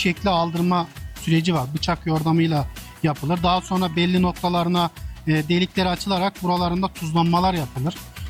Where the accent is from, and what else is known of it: Sivas, Turkey